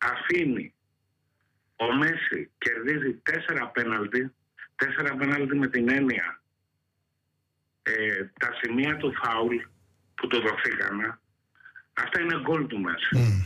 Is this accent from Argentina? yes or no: yes; Argentina; Greek is a second language; now in Greece; Να πω κάτι, επειδή είμαι από Αργεντινή.